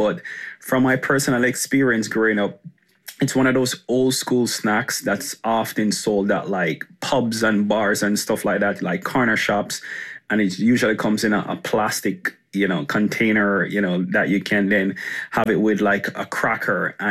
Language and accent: English; Kingston, Jamaica; So I grew up with my mom, you know, single mom of four. And we grew up downtown Kingston, which, we had our own struggles